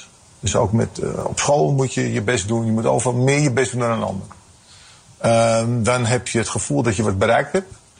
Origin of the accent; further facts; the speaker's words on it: Netherlands; born there; ik ben wel Nederlander. Ik voel me ook Nederlander. En ik ben trots op Nederland.